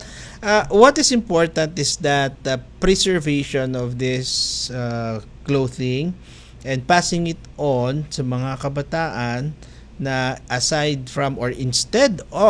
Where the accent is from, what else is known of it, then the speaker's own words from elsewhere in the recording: Lanao del Sur, Philippines; kasi sa amin din, being a Maranao, meron din kaming yung landap or malong, no?